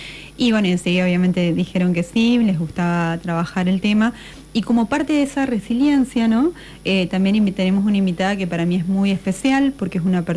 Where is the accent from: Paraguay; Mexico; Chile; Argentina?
Argentina; nosotros como argentinos